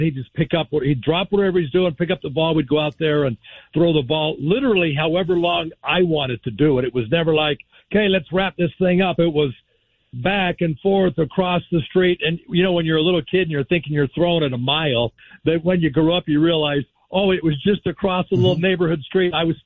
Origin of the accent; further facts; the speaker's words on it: Salt Lake City, Utah, United States; growing up in Salt Lake City